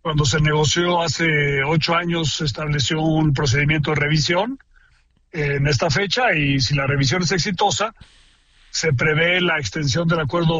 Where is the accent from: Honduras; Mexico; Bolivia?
Mexico